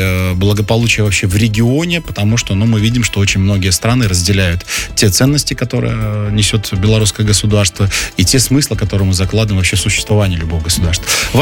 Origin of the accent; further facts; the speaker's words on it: Belarus; это вызов тоже нам, белорусам